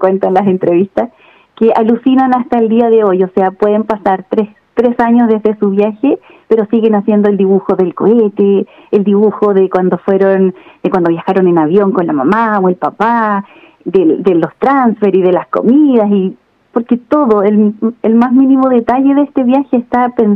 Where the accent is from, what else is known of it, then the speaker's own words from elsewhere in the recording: Rengo, O'Higgins, Chile; Yo soy de Rengo, así que estamos por lo menos compartiendo la región